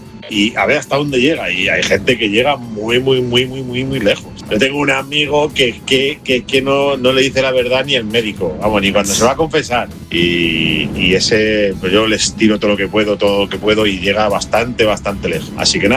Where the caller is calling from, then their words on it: Villa del Prado, Community of Madrid, Spain; Aquí un ponedor … de Villa del Prado.